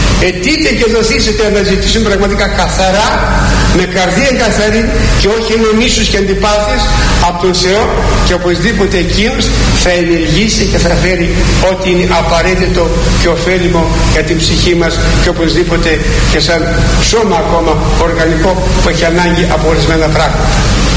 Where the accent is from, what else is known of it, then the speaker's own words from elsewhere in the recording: Greece; είμαστε κι εμείς σαν Έλληνες. Ορθόδοξοι Έλληνες